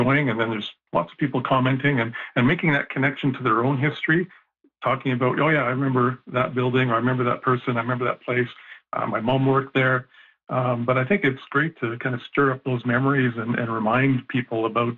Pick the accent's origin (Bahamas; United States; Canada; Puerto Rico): Canada; Kane, Manitoba; moved away as an adult; now in Morden, Canada; I grew up in the area. I grew up in a small town called Kane, which is about half hour northeast of here.